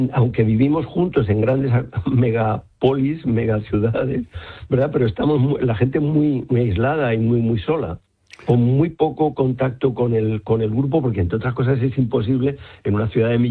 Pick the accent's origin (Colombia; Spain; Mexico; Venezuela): Spain; Madrid, Community of Madrid; moved away as an adult; now in La Armuña, Salamanca, Spain; soy madrileño de Chamberí y me he ido a vivir a la Armuña Salmantina